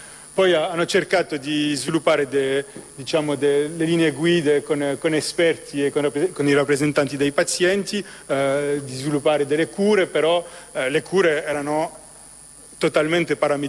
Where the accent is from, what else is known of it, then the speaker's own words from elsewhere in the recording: Belgium; sono italo-belga, quindi mi rappresenta l'onorevole Crisanti, anche se sono nato e cresciuto in Belgio, ho la doppia cittadinanza